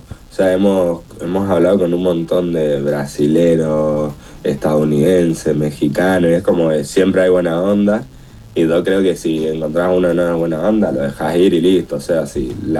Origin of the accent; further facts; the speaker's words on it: General Alvear, Argentina; yo soy de General Alvear en realidad.